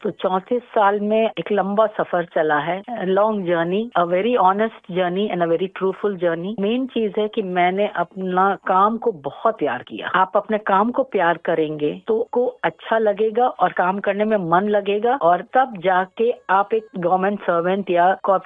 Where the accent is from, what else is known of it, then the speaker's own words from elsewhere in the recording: Port Blair, Andaman and Nicobar Islands, India; moved away; मैं पोर्टब्लेयर से हूँ